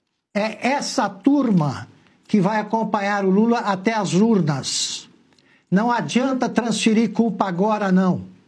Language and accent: Portuguese; São Paulo, Brazil; Mas Também eu sou paulista e há paulistas de quinta categoria.